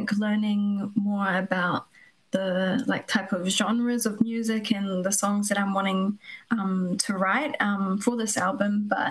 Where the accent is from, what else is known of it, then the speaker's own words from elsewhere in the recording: New Zealand; I feel like as well, growing up in New Zealand and being a young female, Kate Shepherd was the woman's advocate that got the woman's right to vote in New Zealand